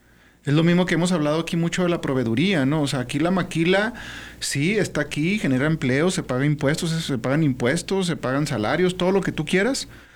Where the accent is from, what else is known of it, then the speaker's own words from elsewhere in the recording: Mexico; ¿cuál producto mexicano tenemos?